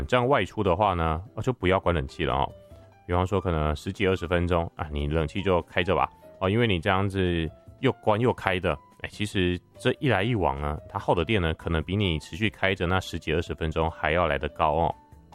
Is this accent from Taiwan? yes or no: yes; Taiwan; 那我们台湾人呢，虽然已经习惯了哈